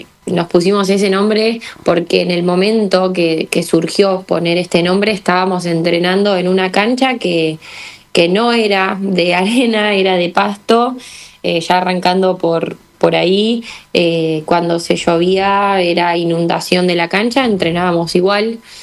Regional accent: Mar de Ajó, Buenos Aires Province, Argentina; now in Buenos Aires, Argentina; muchas que somos del interior, por ejemplo yo que soy de Mar del Ajó, que estoy viviendo en Capital

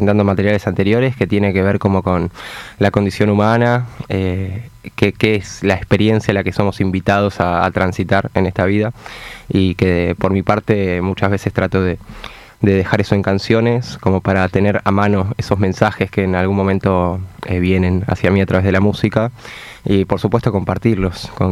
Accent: Buenos Aires Province, Argentina; soy bastante argentino. yo vengo del conurbano bonaerense.

